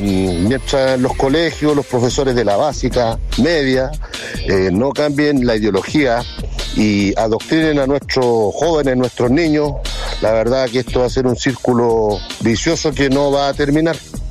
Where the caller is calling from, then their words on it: La Granja, Santiago Metropolitan Region, Chile; Soy de La Granja, el Distrito 10, Pacho. Toda mi familia votamos por ti